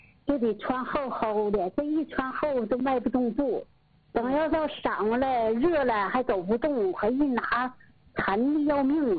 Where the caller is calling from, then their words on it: Changchun, Jilin, China; 我是吉林长春的。